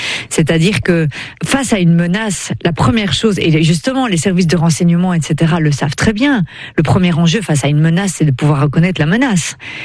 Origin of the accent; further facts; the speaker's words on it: Belgium; je parle en tant que Belge